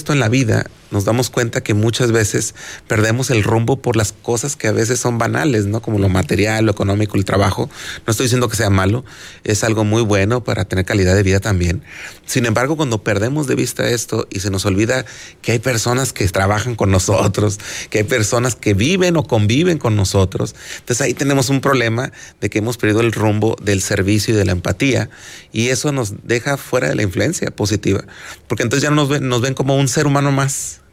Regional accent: Mexico

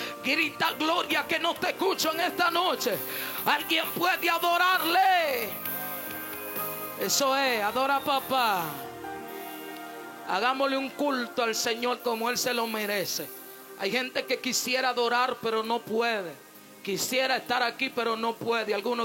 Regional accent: Dominican Republic; nosotros somos de Dominicana

